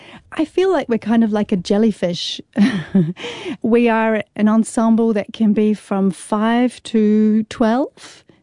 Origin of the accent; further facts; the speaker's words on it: New Zealand; moved away as an adult; And my experience as a Kiwi, who, you know, we're quite kind of, we don't like to shake the boat, and we smile at each other and we say, hello, how are you?